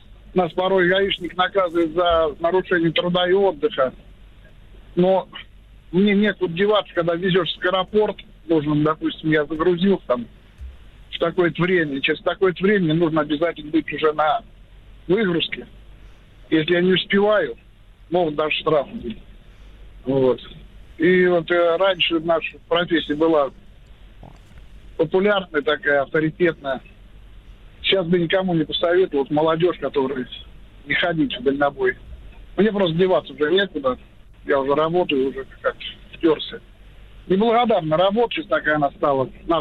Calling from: Tambov, Tambov Oblast, Russia; Город Тамбов.

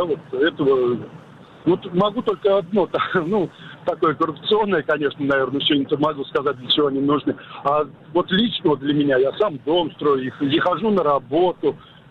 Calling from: Domodedovo, Moscow Oblast, Russia; Я Домодедово.

